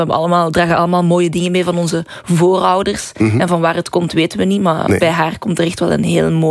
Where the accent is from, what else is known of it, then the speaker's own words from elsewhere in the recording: Bertem, Flemish Brabant, Belgium; Maar ja, ik ben een boerengriet van Bertem en ik heb ook wel wat soul, hè.